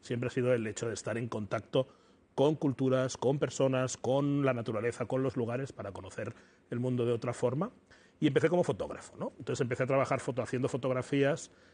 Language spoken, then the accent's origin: Spanish; Barcelona, Catalonia, Spain; siempre había estado en Barcelona, en la ciudad.